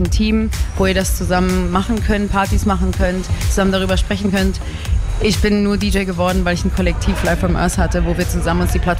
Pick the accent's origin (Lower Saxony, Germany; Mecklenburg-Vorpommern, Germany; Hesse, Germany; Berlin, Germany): Berlin, Germany; Ich bin in Berlin groß geworden